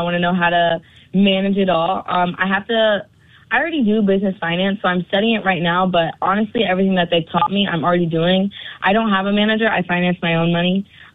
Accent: Illinois, United States; now in Arizona, United States; I moved from Illinois to Arizona, so that right there is a big culture shock in itself.

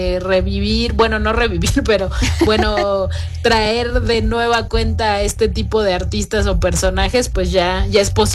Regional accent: Mexico; como los mexicanos somos especialistas en ser anfitriones

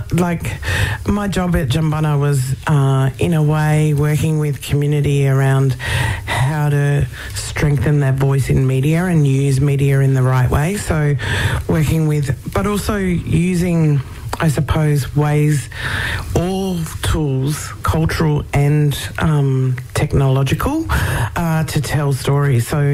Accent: Alice Springs, Northern Territory, Australia; born there; I was born on Mbantua, so to the Arunda mob in Central Australia.

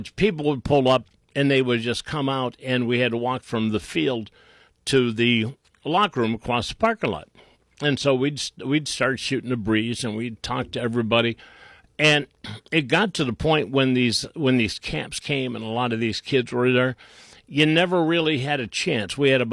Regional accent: Ohio, United States; maybe it was because I'm from Northeast Ohio.

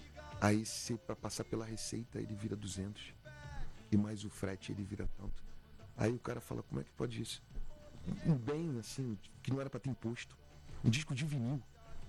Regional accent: Rio de Janeiro, Brazil; sou carioca

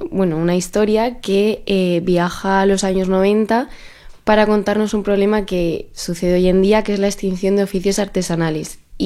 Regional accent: Torrevieja, Valencian Community, Spain; moved away as an adult; also born or lived in Madrid; yo soy de Torrevieja y pues me fui a estudiar a Madrid.

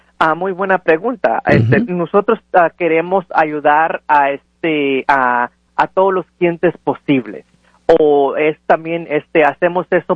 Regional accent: Lázaro Cárdenas, Michoacán, Mexico; Yo soy de Lázaro Cárdenas, Michoacán.

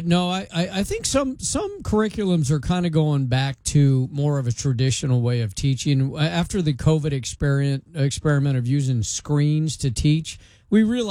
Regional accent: Colorado, United States; Colorado.

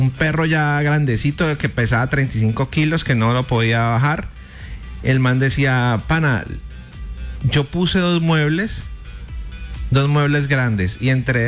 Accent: Cali, Valle del Cauca, Colombia; como pueblo colombiano y más los caleños que somos tan resilientes

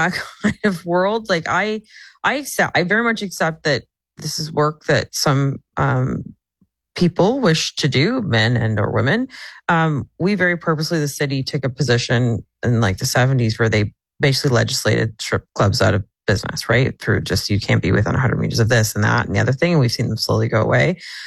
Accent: Windsor, Ontario, Canada; growing up in Windsor, there's something called the Windsor Ballet

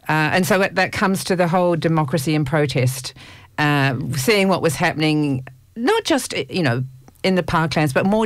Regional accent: New Zealand; I'm a Kiwi, actually. I did try to get into journalism school twice in New Zealand and failed both times.

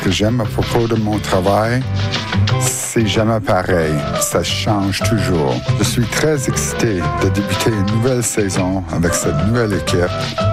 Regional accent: Montreal, Quebec, Canada; born there; moved away as an adult; also born or lived in Regina; now in Saskatchewan, Canada; Je suis né à Regina et j'ai habité à Montréal pour une douzaine d'années pendant mon adolescence.

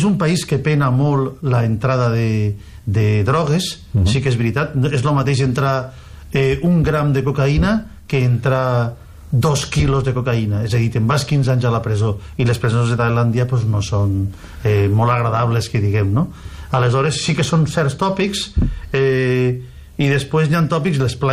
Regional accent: Vinaròs, Valencian Community, Spain; born there; aunque vaig néixer a Vinaròs i me sento profundament vinarossenc, pues estic poc temps aquí.

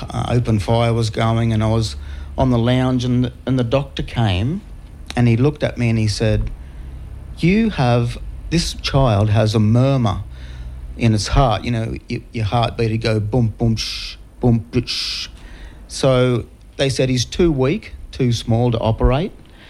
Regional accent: Goulburn, New South Wales, Australia; I grew up in Goulburn, born in Goulburn, moved away and come back three times.

